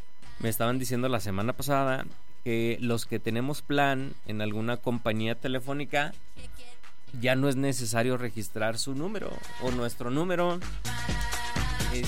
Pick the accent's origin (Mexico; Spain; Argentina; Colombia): Mexico